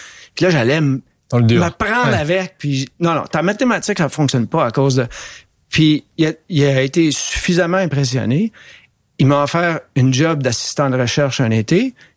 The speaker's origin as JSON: {"language": "French", "town": "Montreal", "region": "Quebec", "country": "Canada", "tie": "born or raised there", "said": "J'étais un gars de Montréal-Nord."}